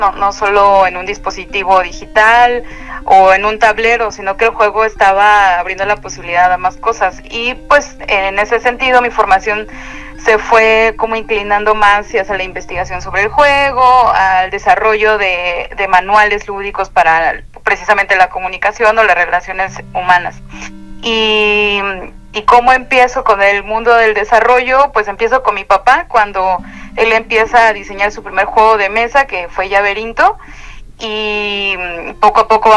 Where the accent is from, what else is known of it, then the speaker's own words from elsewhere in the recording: Veracruz, Mexico; also born or lived in Puebla; now in Mérida, Mexico; yo estoy en Mérida, soy okay. de Veracruz, pero vivo en Mérida.